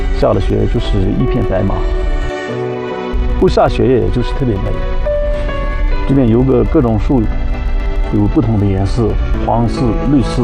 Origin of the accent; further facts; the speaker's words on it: Riwoqê County, Tibet, China; 我们去我的老家，我的老家是六旗县卡玛德乡卡玛德村的